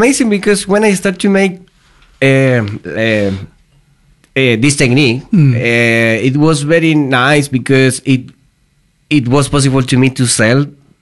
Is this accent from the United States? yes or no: no; Chile; I'm from Chile.